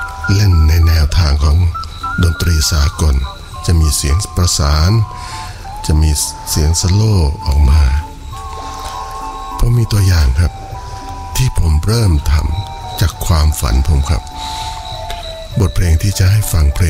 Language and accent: Thai; Sing Buri, Thailand; ในชีวิตผมตั้งแต่สมัยเด็กๆที่อยู่บ้านนอกที่อยู่สิงห์บุรี